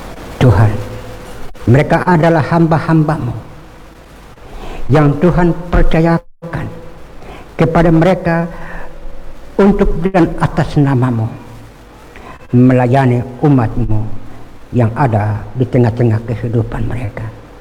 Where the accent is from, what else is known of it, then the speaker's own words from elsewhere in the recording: Papua, Indonesia; Jangan biarkan dan binasakan kami orang Papua.